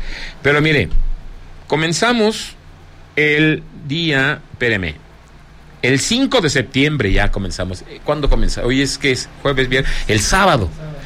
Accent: Zacatecas, Mexico; mi tierra, Zacatecas

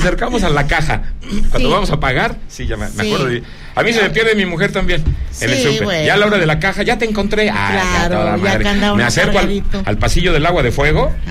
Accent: Zacatecas, Mexico; De mi tierra, Zacatecas, no, porque pues no hay producción.

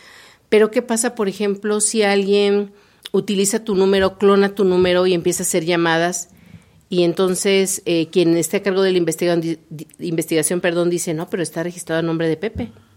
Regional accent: Mexico; como buenos mexicanos que somos

